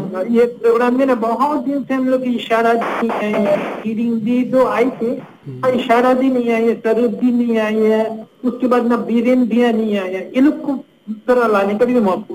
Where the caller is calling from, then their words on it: Mal Bazar, West Bengal, India; माल बजारबाट।